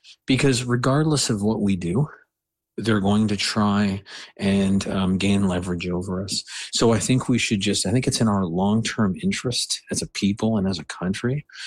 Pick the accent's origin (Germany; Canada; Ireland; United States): Canada; I don't say that because I'm Canadian